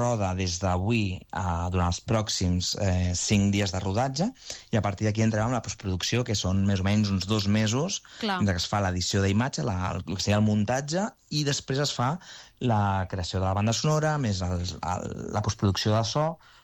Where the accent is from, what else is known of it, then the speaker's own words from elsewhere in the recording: Castellazuelo, Aragon, Spain; I dic, ostres, és que no he rodat mai al meu poble, a Castellazuelo, i em feia moltíssima il·lusió.